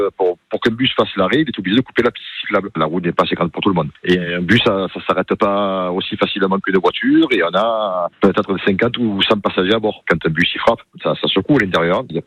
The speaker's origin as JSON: {"language": "French", "town": "Marseille", "region": "Provence-Alpes-Côte d'Azur", "country": "France", "said": "je suis marseillais si je dis ça"}